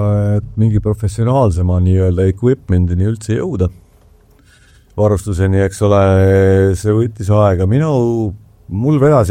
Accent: Tallinn, Harju County, Estonia; mu sõber Aivo Erin kelle ma kasvasin Roosikest tänaval

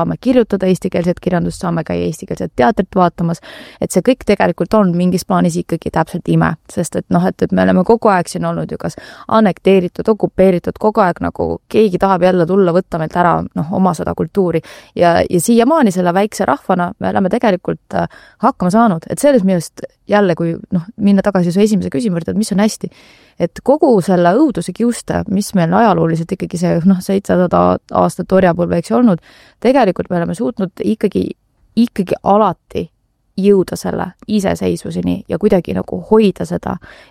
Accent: Tallinn, Harju County, Estonia; born or raised there

